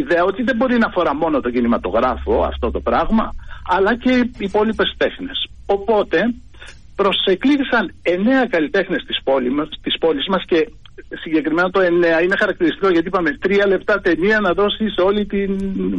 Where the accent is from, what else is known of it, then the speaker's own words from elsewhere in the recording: Greece; τη στιγμή που είμαστε Έλληνες